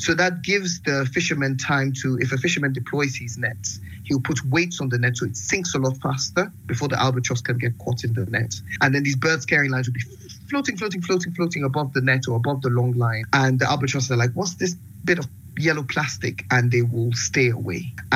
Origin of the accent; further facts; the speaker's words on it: Sierra Leone; You know, I'm from Sierra Leone, a country that had a decade-long civil war.